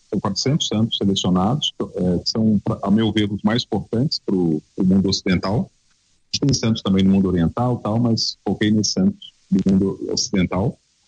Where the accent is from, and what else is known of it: Ouro Preto, Minas Gerais, Brazil